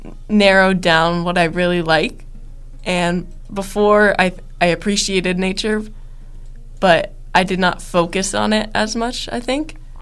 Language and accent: English; Pittsburgh, Pennsylvania, United States; I grew up in the Frick Park area